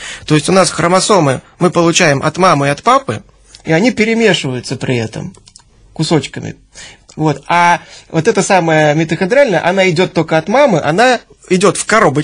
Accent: Saint Petersburg, Russia; ну, пусть петербуржцы не обижаются, я сам петербуржец

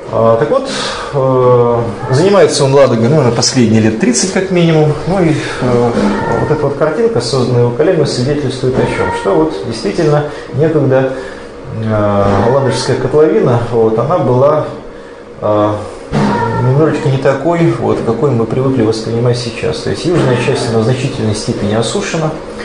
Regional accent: Lodeynoye Pole, Leningrad Oblast, Russia; born there; потому что я сам уроженец Ладейного

